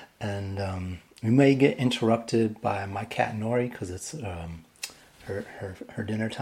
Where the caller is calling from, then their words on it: London, United Kingdom; I'm calling in from London, from my kitchen in London, on the east side, near Haggerston